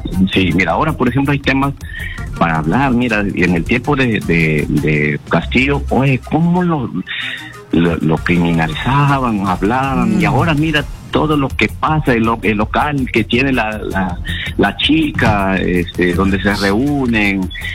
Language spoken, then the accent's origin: Spanish; Peru; Acá no hay, en el Perú no hay ni rojos ni naranjetes, todos somos peruanos, todos somos hermanos.